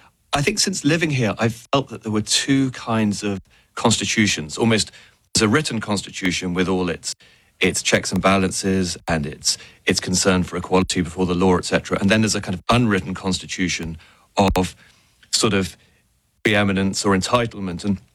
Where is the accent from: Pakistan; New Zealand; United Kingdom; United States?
United Kingdom; people always expect me as a Brit to be an expert on the royal family, which I'm not